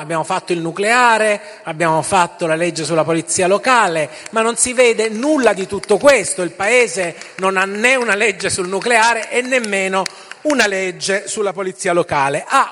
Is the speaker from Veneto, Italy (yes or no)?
no; Milan, Lombardy, Italy; sono di Milano